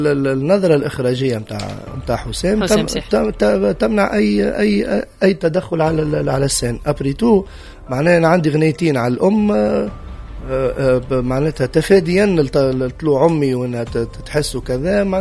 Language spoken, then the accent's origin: Arabic; Tunisia; عندنا في تونس